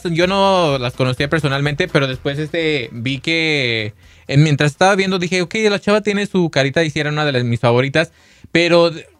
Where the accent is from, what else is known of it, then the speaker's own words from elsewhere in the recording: Guanajuato, Mexico; desde las momias, Guanajuato.